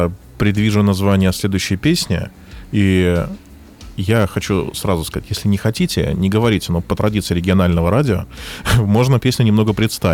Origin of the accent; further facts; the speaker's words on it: Navlya, Bryansk Oblast, Russia; А я как человек из Навли.